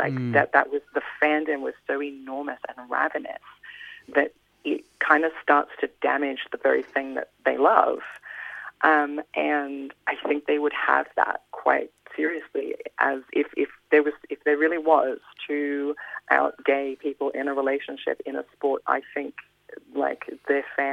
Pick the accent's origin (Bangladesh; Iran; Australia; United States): Australia; I do think because, well, one, it's my natural voice. I'm Australian, so like everything that's going to come out of my writing is going to naturally sound Australian.